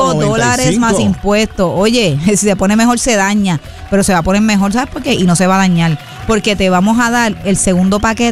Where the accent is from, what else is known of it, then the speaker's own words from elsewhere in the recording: Caguas, Puerto Rico; Yes, mi ciudad natal.